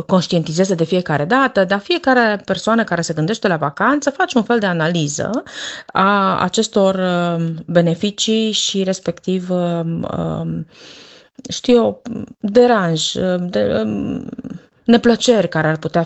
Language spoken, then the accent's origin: Romanian; Baia Mare, Maramureș County, Romania; pentru un turist din Baia Mare, pentru că eu sunt din Baia Mare